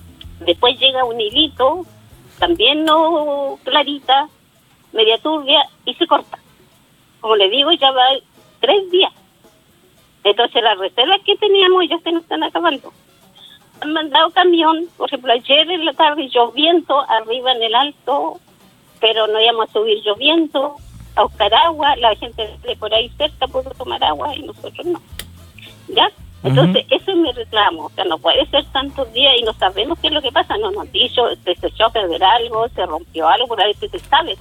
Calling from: Lirquén, Biobío, Chile; Yo soy de Lirquén.

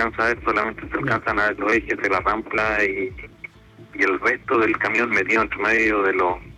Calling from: Valparaíso, Chile; Mira, de la Ruta 5 Norte. Acabo de pasar por el kilómetro 166 en dirección a Santiago.

